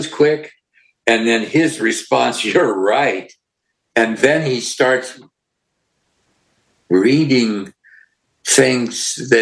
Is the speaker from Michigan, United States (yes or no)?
no; Montana, United States; When I was growing up, I grew up in Montana